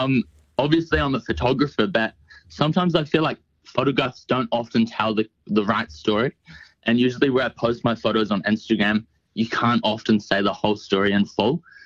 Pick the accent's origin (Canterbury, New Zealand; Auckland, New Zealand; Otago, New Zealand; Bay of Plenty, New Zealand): Otago, New Zealand; Dunedin; I grew up in Dunedin